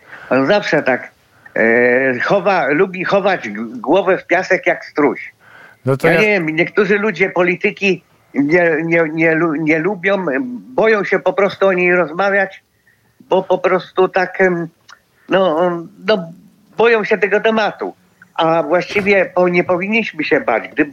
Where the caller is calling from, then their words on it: Warsaw, Masovian Voivodeship, Poland; Ja z Warszawy